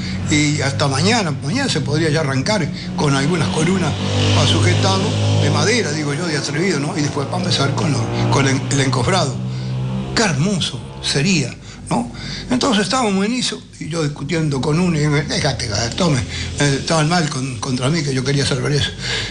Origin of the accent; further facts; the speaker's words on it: Sarandí del Yí, Durazno, Uruguay; mi pueblo, Sarandí de allí, como dije, lo más grande, lo más hermoso, mi pueblo, mi villa, mi ciudad, Sarandí de allí.